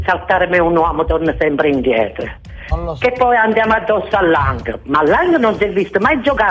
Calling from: Torre Annunziata, Campania, Italy; io sono tifoso del Napoli e sono di Torre Annunziata.

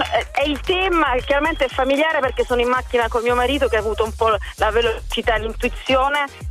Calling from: Taranto, Apulia, Italy; io abito esattamente vicino allo stadio.

